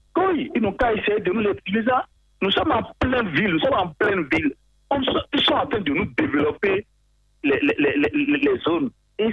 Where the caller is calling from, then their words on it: Cotonou, Littoral, Benin; Je vous appelle de Fidjosset.